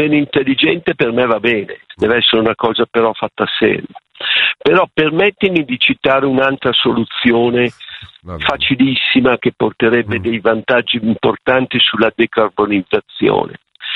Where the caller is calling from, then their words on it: Milan, Lombardy, Italy; sono di Milano.